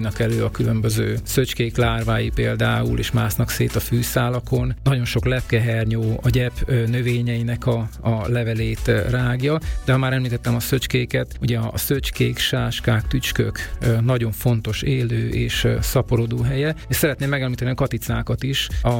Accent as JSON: {"language": "Hungarian", "town": "Debrecen", "region": "Hajdú-Bihar", "country": "Hungary", "tie": "born or raised there", "said": "Én Debrecen egyik lakótelepén nőttem fel"}